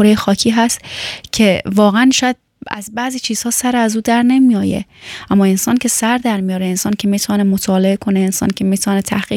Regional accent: Afghanistan; چون وقتی که میگی من از افغانستان هستم، هموطنهای تو انقدر گل کاشتن که تو دیگه جایی نمیبینی که حرف بزنی و بالاخره سر صحبت باز کنی که من از افغانستان هستم.

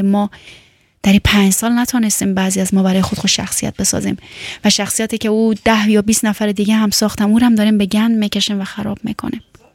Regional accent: Afghanistan; now in Germany; و بالاخره سر صحبت باز کنی که من از افغانستان هستم.

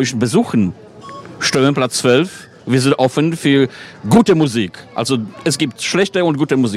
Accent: Poland; German is a second language; now in Mainz, Germany; Ich bin zum Beispiel aus Polen

